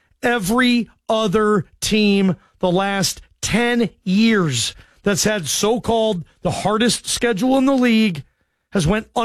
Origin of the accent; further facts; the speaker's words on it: Seattle, Washington, United States; I was raised in Seattle, grew up there in the 80s and 90s, went to the Kingdom all the time, grew up 10 minutes from the Kingdome.